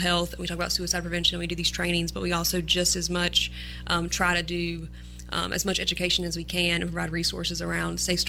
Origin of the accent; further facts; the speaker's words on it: Stokes, North Carolina, United States; I also grew up around here. I grew up in Stokes, Bethel area, and I also went to North Pitt High School